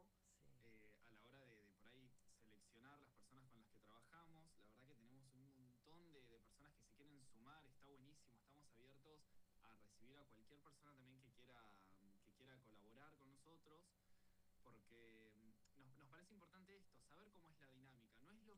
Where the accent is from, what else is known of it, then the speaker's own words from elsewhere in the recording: Fernández Oro, Río Negro, Argentina; somos todos de la zona, casi todos los integrantes somos de Fernández Oro